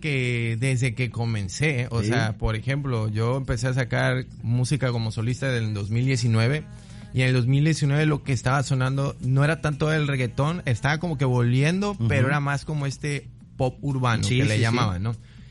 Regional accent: Veracruz, Mexico; siempre dejé en claro que pues yo soy de aquí, de Veracruz

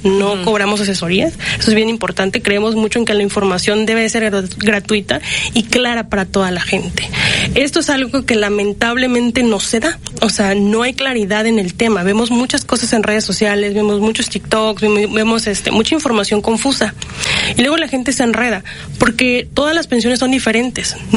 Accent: Ángel R. Cabada, Veracruz, Mexico; Y bueno, tenemos otra oficina en Ángel R. Cavada, Veracruz, en la zona de los Tuxtlas. Uh-huh. Soy originaria de allá.

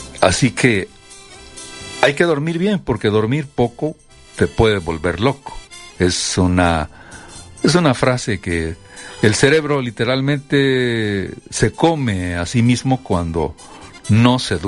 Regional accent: Mexico

